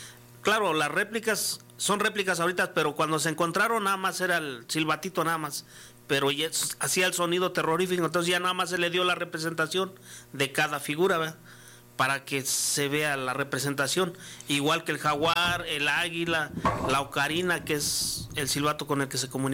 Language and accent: Spanish; Tula Valley, Hidalgo, Mexico; Yo vengo de la etnia, bueno, de la cultura tolteca, porque representamos a los de Tula, ¿verdad? Somos del Valle de Tula. Yo vengo del Valle de Tula, Hidalgo, donde están los atlantes. Entonces soy parte de los toltecas.